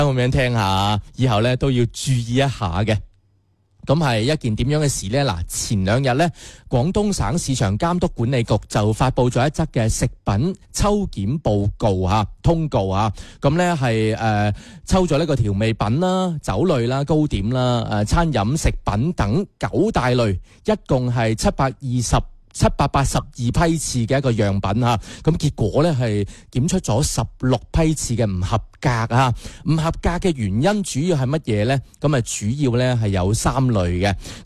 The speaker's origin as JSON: {"language": "Cantonese", "region": "Guangdong", "country": "China", "said": "我哋广东人"}